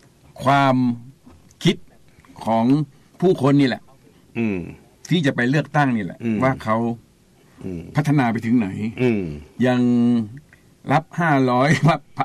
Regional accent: Nonthaburi, Thailand; ผมเป็นคนเมืองนนท

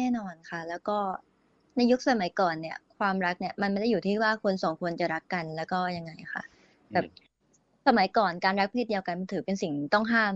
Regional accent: Southern Thailand, Thailand; หนูเป็นคนใต้นะคะ

